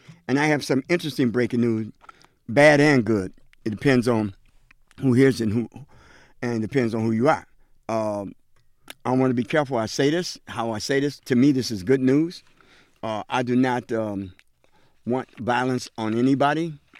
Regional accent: New York, United States; And being I'm a Yankee man, I'm a New Yorker, I got to be faithful to my Yankees.

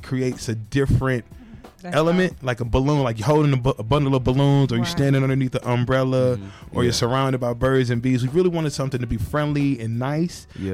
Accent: Milwaukee, Wisconsin, United States; I'm from Milwaukee. I'm from the gutter in Milwaukee, 53206 22nd and Concordia. If you know, you know.

